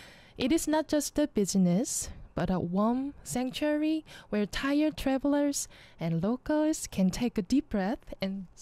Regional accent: Jeju, South Korea; moved away as an adult; also born or lived in Seoul; I need to go back to my hometown Jeju right now

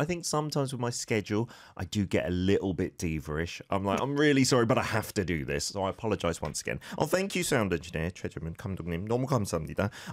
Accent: United Kingdom; I'm a British gentleman.

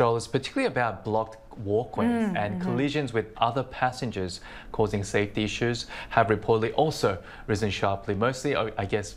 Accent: Australia; I understand both sides coming from growing up in Australia

